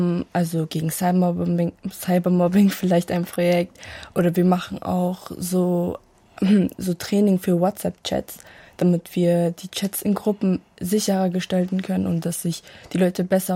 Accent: Germany; zum Beispiel bin ich aus Deutschland, die in unserem Land stattfinden, wie es dort ausschaut und wie es dort ist, weil das interessiert meine Eltern vor allem.

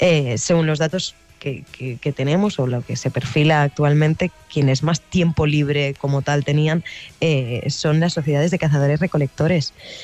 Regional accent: Barcelona, Catalonia, Spain; Esto lo hemos visto claramente en mi ciudad natal, Barcelona.

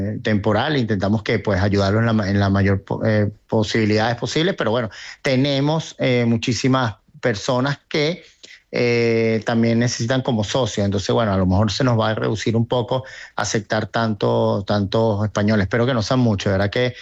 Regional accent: Caracas, Capital District, Venezuela; also born or lived in Tenerife; yo nací acá, mis padres sí son de Tenerife y Cueva de los Vinos, yo tengo 55 años y nací acá, vivía allá en Tenerife un tiempo, pero toda mi vida la he pasado acá y como soy venezolano.

